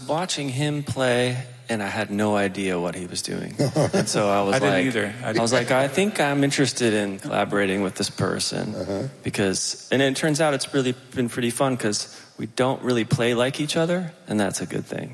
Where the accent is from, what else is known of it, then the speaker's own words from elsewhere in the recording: Indiana, United States; moved away; I'm a Hoosier. I'm from Indiana, originally.